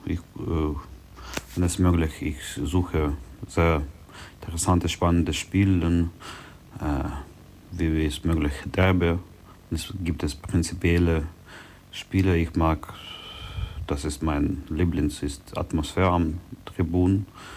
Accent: Kharkiv, Kharkiv Oblast, Ukraine; German is a second language; moved away as an adult; now in Leutkirch im Allgäu, Germany; ich bin 32 Jahre alt. Ich komme aus der Ukraine, aus Stadt Kharkiv. Das ist die größte ostukrainische Stadt. Ich wohne in Deutschland seit Dezember 2022.

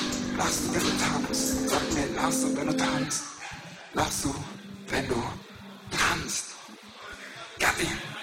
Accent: Ulm, Baden-Württemberg, Germany; Ulm, ja, ich komme aus Ulm tatsächlich.

